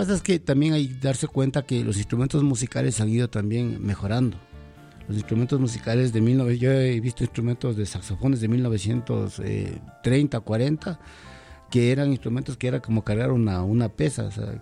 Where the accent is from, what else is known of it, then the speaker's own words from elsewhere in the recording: Ecuador; Está mi tierra linda, el Ecuador.